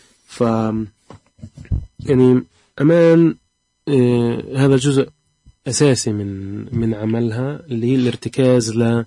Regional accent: Palestine; صمودنا كفلسطينيين.

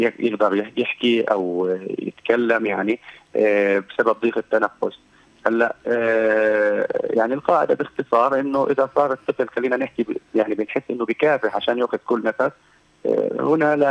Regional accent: Palestine; إحنا الحمد لله عندنا في فلسطين

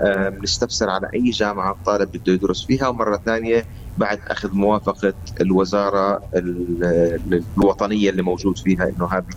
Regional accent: Palestine; وبالتالي وجود المكتب عندنا في فلسطين بيعني لنا شيء كبير،

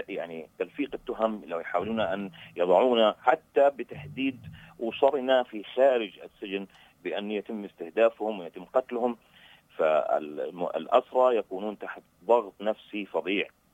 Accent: Gaza Strip, Palestine; أنقذوا ما تبقى من سكان قطاع غزة، لأننا نموت يوميا

